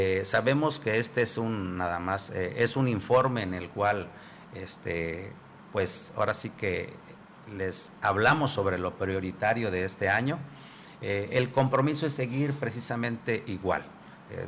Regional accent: San José de las Flores, Mexico; nací en San José de las Flores, ya hace muchos años. Crecí en San José de las Flores, sigo viviendo en San José de las Flores

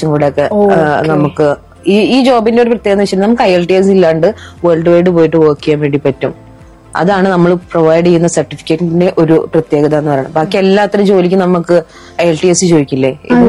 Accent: Pattambi, Kerala, India; എന്റെ നാട്ടുകാർ ഭയങ്കര പാവങ്ങളാണ്, ഭയങ്കര നിഷ്കളങ്കരായിട്ടുള്ള ഒരു ആളുകളാണ് ഏകദേശം പാലക്കാട് പട്ടാമ്പി അല്ലെങ്കിൽ പാലക്കാട് ഏരിയാസിലുള്ളവർ എന്ന് പറയുന്നത്.

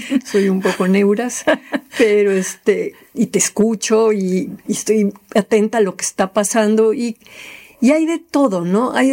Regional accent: Mexico; Siendo mexicana

